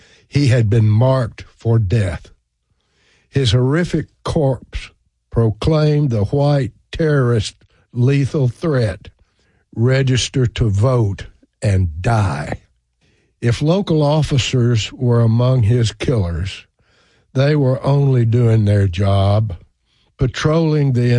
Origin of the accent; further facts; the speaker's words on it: Alamo, Tennessee, United States; my hometown of Alamo.